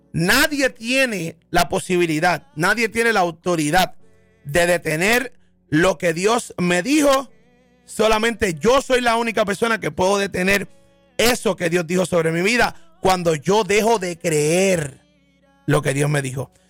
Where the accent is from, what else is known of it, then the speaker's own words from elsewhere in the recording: Puerto Rico; Y yo entiendo que como puertorriqueños, como boricua que somos